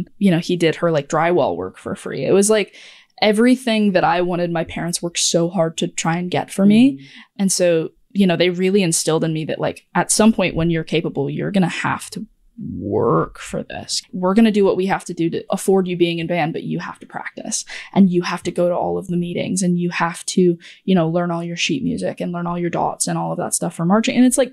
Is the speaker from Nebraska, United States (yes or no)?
no; Granite City, Illinois, United States; Yes, I grew up in Granite City. It's right outside of St. Louis. And so usually I just say like, oh yeah, I'm from St. Louis, because if I say Illinois, people think either corn or Chicago.